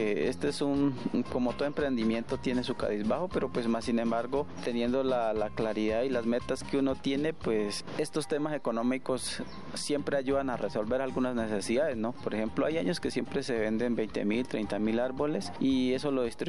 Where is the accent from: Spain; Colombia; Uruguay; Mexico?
Colombia; yo soy del área de Loma Pueblito